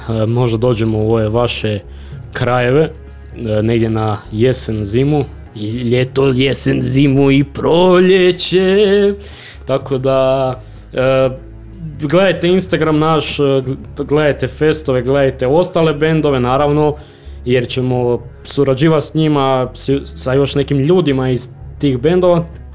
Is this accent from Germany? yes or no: no; Zagreb, City of Zagreb, Croatia; born there; Ja sam tamo, radim. Iako sam rođen u Zagrebu, inače.